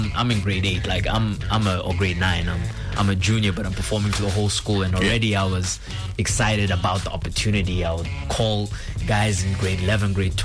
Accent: Gaborone, South-East District, Botswana; Okay, I grew up in Bots. I grew up in Gabs. I was born in, you know, private hospital. And I went to Thornhill Primary School. And, you know, like, I had, you know, and my mom is Zambian, my dad is Ugandan.

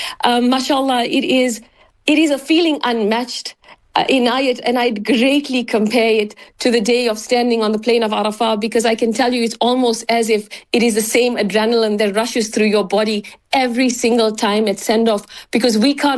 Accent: South Africa; As a South African, especially a country shaped by inequality, but also by resilience and dignity

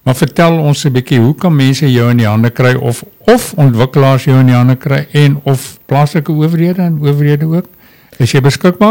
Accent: Transvaal, South Africa; moved away; die Transvaal sal ek nou maar sê, waar ek vandaan kom

